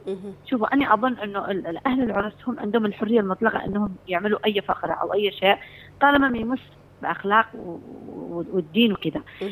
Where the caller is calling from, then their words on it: Yemen; نحن كمجتمع يمني